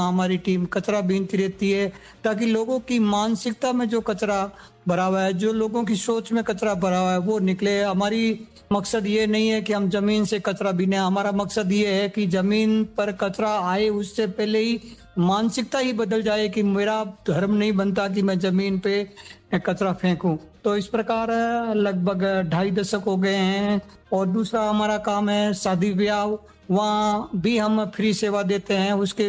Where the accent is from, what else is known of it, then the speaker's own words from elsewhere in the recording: Ekal Ghori, Rajasthan, India; मैं ओशिया तहसील के गांव एकल घोरी का रहने वाला हूं